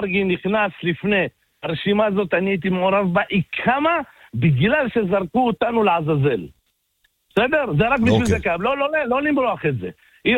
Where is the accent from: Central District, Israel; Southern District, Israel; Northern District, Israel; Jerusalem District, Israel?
Southern District, Israel; Yeruham; born there; אני יהודי פשוט, נולדתי בירוחם, בעיר של אנשים פשוטים.